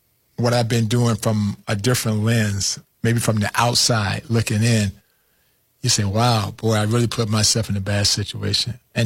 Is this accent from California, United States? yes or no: no; Flint, Michigan, United States; You know, I'm a kid from Flint, Michigan, dreaming of one day of leaving, you know, the neighborhood of Rosedale and Selby Avenue, you know, to play in a place that was bigger.